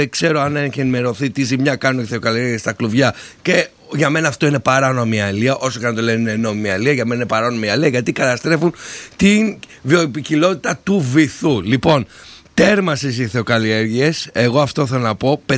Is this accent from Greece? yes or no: yes; Methana, Attica, Greece; τον τόπο μου, για τα μέθαινα